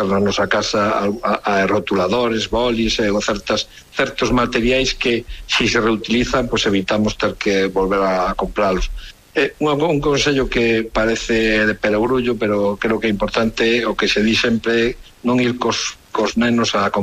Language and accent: Galician; Lugo, Galicia, Spain